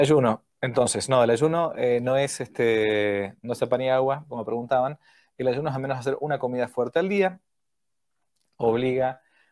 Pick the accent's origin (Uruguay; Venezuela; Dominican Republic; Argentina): Argentina; mi país, Argentina